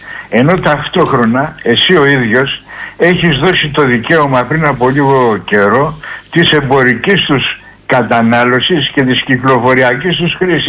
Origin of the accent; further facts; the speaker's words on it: Platamonas, Central Macedonia, Greece; Εγώ είμαι από τον Πλαταμόνα